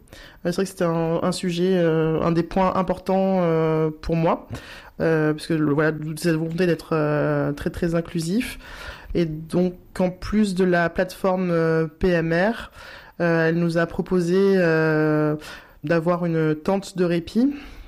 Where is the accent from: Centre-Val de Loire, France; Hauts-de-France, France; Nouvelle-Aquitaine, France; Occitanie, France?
Nouvelle-Aquitaine, France; Saintes; je suis originaire de Saintes, j'habite ici